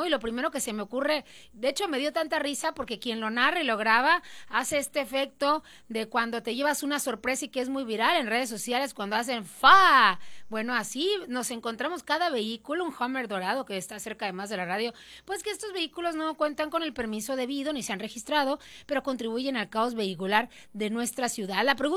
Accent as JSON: {"language": "Spanish", "region": "Sonora", "country": "Mexico", "said": "hoy yo hice un reclamo legítimo como sonorense"}